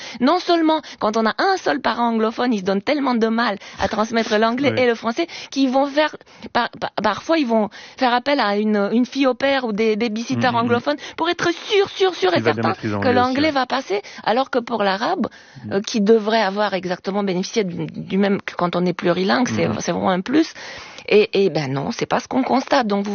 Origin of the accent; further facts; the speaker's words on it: Romania; French is a second language; now in France; ça fait 30 ans que je suis en France, et donc mon accent n'est pas roumain, il est comme la plupart des gens, sans nom